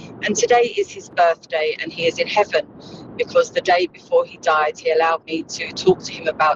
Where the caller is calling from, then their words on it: Southampton, South East England, United Kingdom; I'm from Southampton.